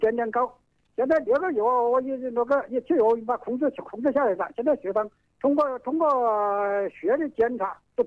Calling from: Songzi, Hubei, China; 湖北松竹华侨的啊，华侨村的人。

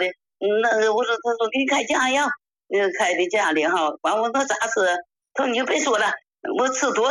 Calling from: Fushun, Liaoning, China; 首先是介绍一下，我是来自辽宁抚顺的

